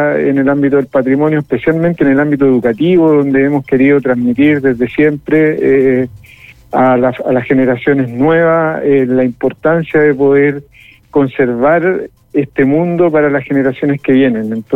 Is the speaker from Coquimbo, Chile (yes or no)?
yes; Los Vilos, Coquimbo, Chile; born or raised there